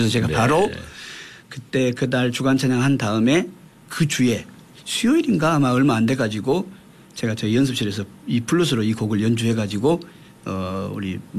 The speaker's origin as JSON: {"language": "Korean", "town": "Jindo", "region": "South Jeolla", "country": "South Korea", "tie": "born there", "said": "제가 이제 진도에서 태어나가지고"}